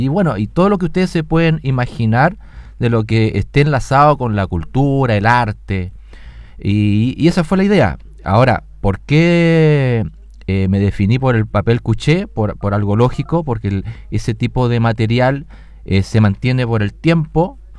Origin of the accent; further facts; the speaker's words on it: Cauquenes, Maule, Chile; la hice pensando en mi tierra querida, que es Cauquenes